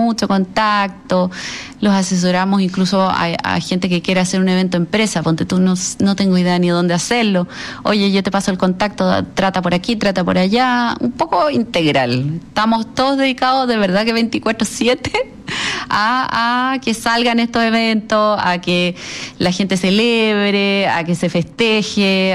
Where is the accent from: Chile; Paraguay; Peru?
Chile; southern Chile; Yo soy sureña, alemana, y soy muy agridulce.